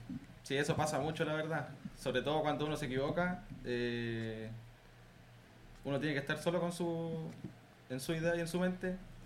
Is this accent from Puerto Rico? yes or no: no; Isla de Maipo, Santiago Metropolitan Region, Chile; yo soy de Isla Centro, siempre he sido de acá, desde que nací hasta ahora. Y eso, toda mi familia es de acá, todos decidimos acá.